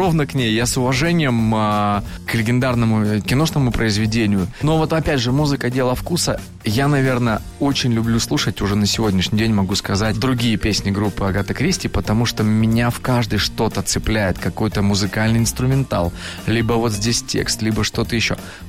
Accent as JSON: {"language": "Russian", "town": "Chelyabinsk", "region": "Chelyabinsk Oblast", "country": "Russia", "said": "Я из Челябинска, они из Екатеринбурга, да."}